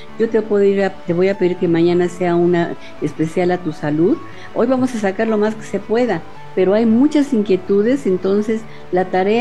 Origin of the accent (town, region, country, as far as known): Mexico